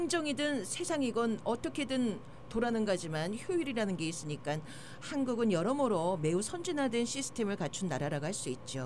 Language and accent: Korean; Chungcheong, South Korea; 저도 충청도인데